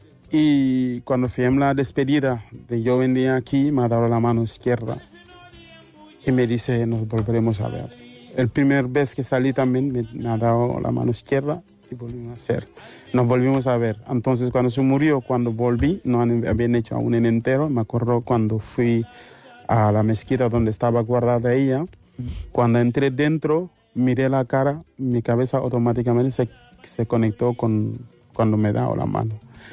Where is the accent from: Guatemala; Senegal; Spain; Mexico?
Senegal; Y yo, por defecto, soy de Senegal, pero la mitad de mi familia es gambiana.